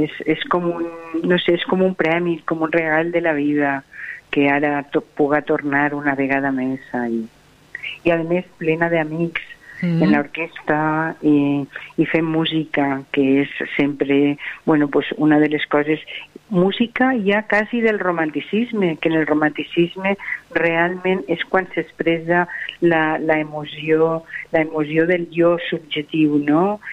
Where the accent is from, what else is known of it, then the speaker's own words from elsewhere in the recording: Valencian Community, Spain; molt emotiu per mi que m'hagin convidat en el meu poble